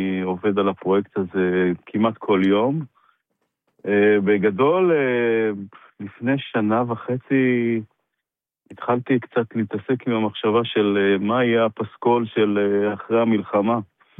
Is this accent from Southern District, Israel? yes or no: yes; Ashdod, Southern District, Israel; moved away as an adult; אני גדלתי באשדוד עד גיל 20, ונשאר לי שם איזה מין חשבון פתוח.